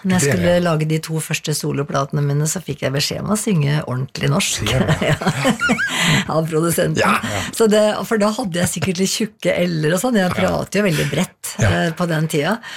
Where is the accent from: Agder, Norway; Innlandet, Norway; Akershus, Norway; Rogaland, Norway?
Innlandet, Norway; Toten; accent: Totning; moved away as an adult; jeg hadde jo bodd på Toten hele mitt liv